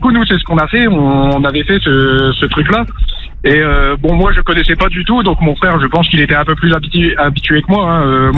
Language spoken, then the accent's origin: French; Montpellier, Occitanie, France; Enfin, là, je suis sur la route, donc je suis à Nîmes. D'accord. Et je suis de Montpellier.